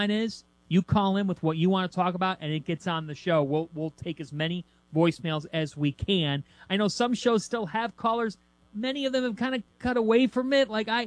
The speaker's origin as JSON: {"language": "English", "town": "Cleveland", "region": "Ohio", "country": "United States", "said": "I'm a kid from Cleveland"}